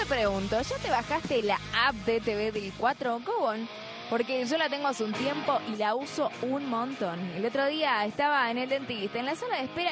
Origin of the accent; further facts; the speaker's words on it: Argentina; Uno como argentino lo vive también desde otra manera